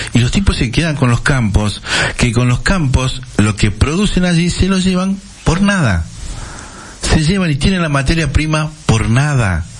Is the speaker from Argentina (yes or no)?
yes; Argentina; nosotros como argentinos